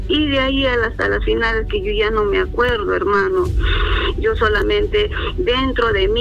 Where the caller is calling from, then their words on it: Tacna, Peru; de acá de Tacna.